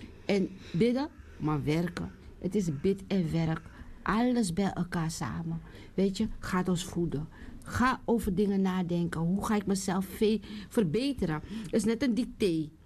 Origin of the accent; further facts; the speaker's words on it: Suriname; zijn zelf ook trots als Surinamers. Trots op onszelf, trots op de dingen die we doen